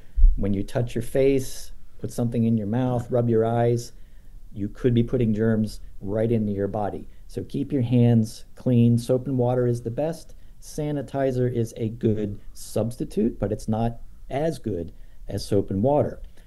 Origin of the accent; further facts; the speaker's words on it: United States; we as American citizens